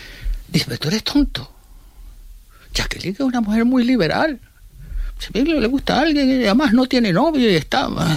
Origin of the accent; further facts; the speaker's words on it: Tenerife, Canary Islands, Spain; Yo como chicharro, como tinerfeño